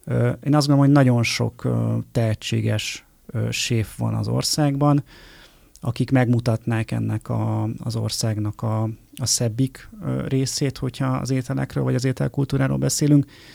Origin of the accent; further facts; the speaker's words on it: Lake Balaton area, Hungary; én a Balatonnál nőttem föl